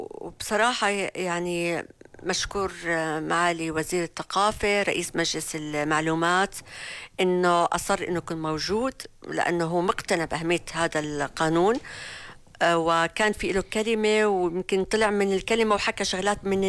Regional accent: Jordan; عندنا في الأردن

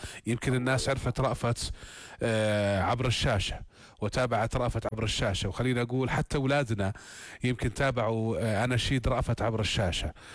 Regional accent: Jordan; مع الحفاظ أكيد على خصوصيتنا كأردنيين،

